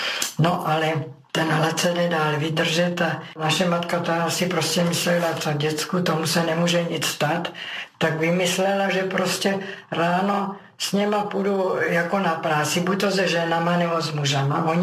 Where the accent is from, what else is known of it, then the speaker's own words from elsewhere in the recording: Brno, South Moravian Region, Czechia; A já jsem šla s nimi a oni prostě chodili z těch Maloměřic po Cejlu a já jsem byla z Cejlu, že jo.